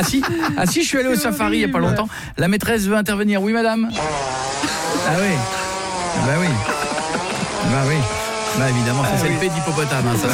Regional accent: France; chez nous en France

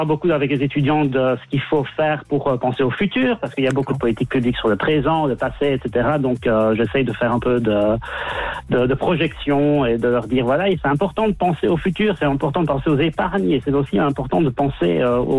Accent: Belgium; now in Melbourne, Australia; Ah non, je suis belge d'origine.

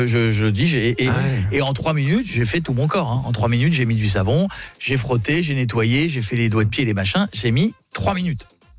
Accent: Hauts-de-France, France; j'ai grandi en Picardie, j'ai pris de la pluie sur la gueule toute ma vie.

